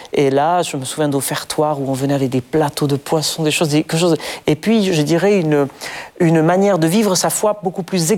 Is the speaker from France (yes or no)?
yes; Nouvelle-Aquitaine, France; en grandissant au Pays Basque, donc on a un répertoire de cantiques qui est très différent des cantiques français